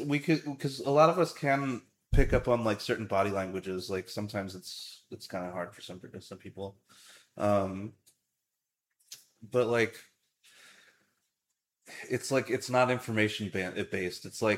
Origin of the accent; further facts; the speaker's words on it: East Coast, United States; now in West Coast, United States; I'm from the East Coast, so it's a very different place too.